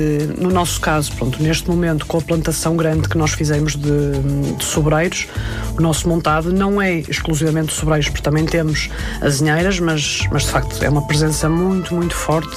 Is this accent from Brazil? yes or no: no; Norte, Portugal; A mim puxa-me o campo e puxa-me a terra, e puxa-me especificamente o Alentejo, porque sendo eu nortenha